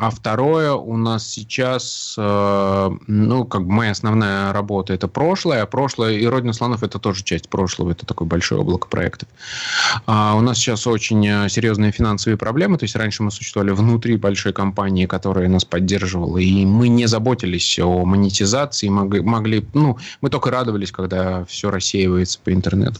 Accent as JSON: {"language": "Russian", "town": "Samara", "region": "Samara Oblast", "country": "Russia", "tie": "born or raised there", "lives_now": "Moscow, Russia", "said": "Я родом из Самары, но уже достаточно давно проживу в Москве, поэтому у меня это вырывается иногда."}